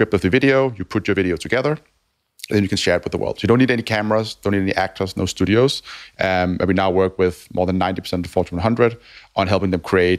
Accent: Copenhagen, Capital Region of Denmark, Denmark; moved away as an adult; now in London, United Kingdom; So I grew up in Denmark, in Copenhagen.

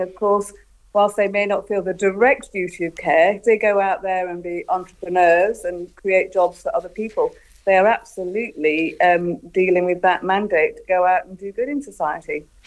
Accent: United Kingdom; But I also think that we're just not used to it as British people to cope with this weather.

